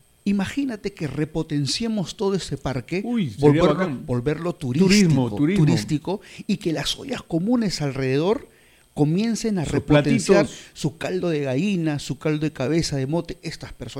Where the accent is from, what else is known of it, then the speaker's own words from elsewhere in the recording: Lima, Peru; Somos de Villa María.